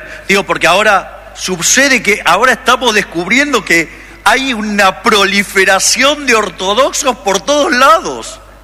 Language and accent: Spanish; Argentina